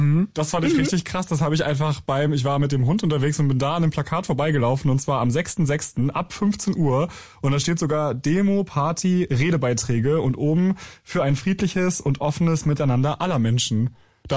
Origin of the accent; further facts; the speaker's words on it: Bad Segeberg, Schleswig-Holstein, Germany; moved away; also ich komme ja auch aus Schleswig-Holstein eigentlich